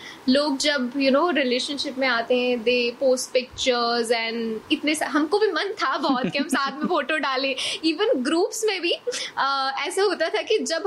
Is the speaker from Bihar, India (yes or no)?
no; Susner, Madhya Pradesh, India; और मैं उज्जैन के नियर बाय उज्जैन संभाग में आगर जिला से हूँ. सुसनेर हमारी प्लेस का नाम है